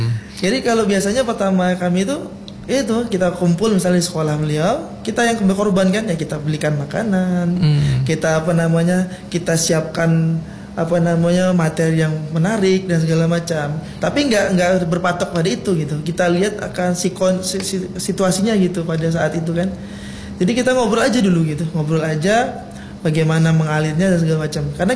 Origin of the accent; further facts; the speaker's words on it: Jambi, Indonesia; born there; Kalau saya asli emang orang Jambi ya, lahir orang Jambi.